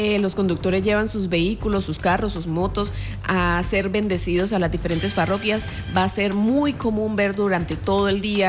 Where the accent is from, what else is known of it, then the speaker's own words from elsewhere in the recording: El Carmen, Norte de Santander, Colombia; born there; moved away; Hoy mi pueblo está cumpliendo 340 años de fundación, el Carmen Norte de Santander.